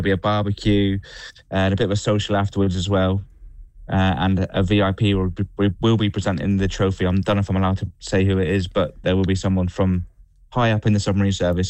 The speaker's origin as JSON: {"language": "English", "town": "Plymouth", "region": "South West England", "country": "United Kingdom", "said": "I'm from Plymouth, based in Plymouth, and I've always had allegiance to Plymouth"}